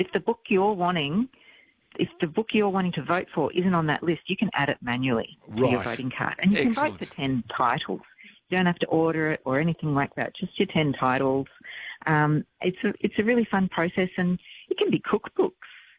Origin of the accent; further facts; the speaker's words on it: Brisbane, Queensland, Australia; I'm from Brisbane